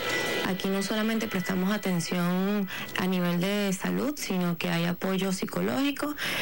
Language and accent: Spanish; Venezuela; De verdad que creo que más allá de todo esto, nosotros nos unimos como venezolanos.